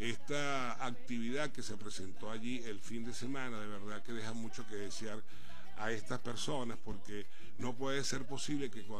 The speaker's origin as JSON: {"language": "Spanish", "region": "Bolívar", "country": "Venezuela", "said": "nosotros como venezolanos, como bolivarenses"}